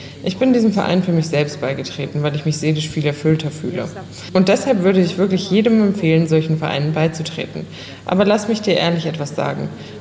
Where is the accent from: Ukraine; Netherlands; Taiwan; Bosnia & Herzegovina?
Bosnia & Herzegovina; Sarajevo, Federation of Bosnia and Herzegovina; German is a second language; Ich wurde 1953 geboren und bin 73 Jahre alt. Ich bin in Sarajevo geboren und lebe immer noch dort.